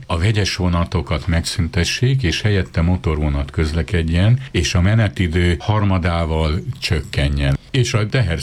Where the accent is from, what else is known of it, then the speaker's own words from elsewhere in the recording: Western Transdanubia, Hungary; az én szülőföldemnek a vasútvonal az a Pápa-Csornai vasútvonal.